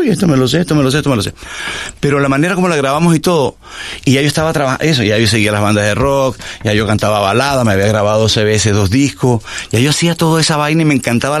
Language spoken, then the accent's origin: Spanish; Andean region, Colombia; now in Caribbean Region, Colombia; Yo soy andino, pero estoy en el Caribe.